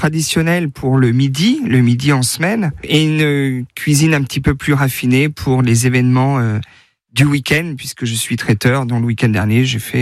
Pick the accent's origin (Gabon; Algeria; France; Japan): France; Normandy; now in Neuilly-le-Vendin, France; J'ai mes veines qui sont normandes, puisque je suis du Perche, mais j'ai le cœur mayennais.